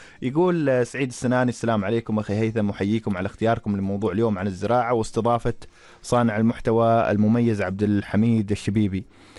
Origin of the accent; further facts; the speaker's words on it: Oman; معنا في سلطنة عمان